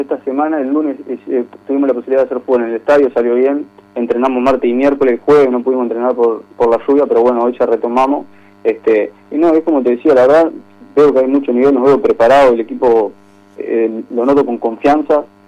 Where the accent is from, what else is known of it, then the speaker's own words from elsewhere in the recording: Montevideo, Uruguay; yo nací en Montevideo, mi madre es de Montevideo, y tenemos la casa ya nuestra donde yo viví siempre.